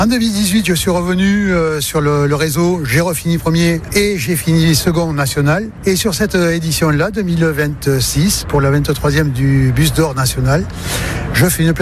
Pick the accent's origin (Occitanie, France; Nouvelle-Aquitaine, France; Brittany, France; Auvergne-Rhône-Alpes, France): Nouvelle-Aquitaine, France; Bordeaux; born there